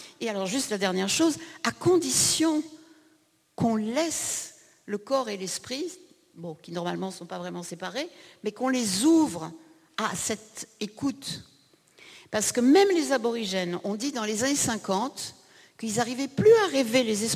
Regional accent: France; ici chez nous en France

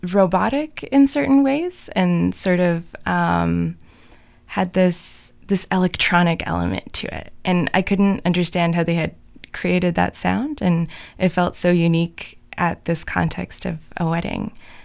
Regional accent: Latvia; now in Kingston, Canada; I'm from Latvia, and I took some of the Zooms with me back home over Christmas break

